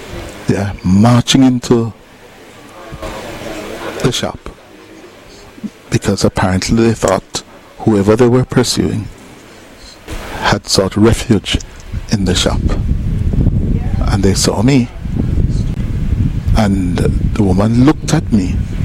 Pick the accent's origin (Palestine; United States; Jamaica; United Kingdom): Jamaica; Growing up in Jamaica, I'll never forget my first encounter with a face of violence and crime. I was a boy no more than about 6 or 7 years old at the time, living in Jonestown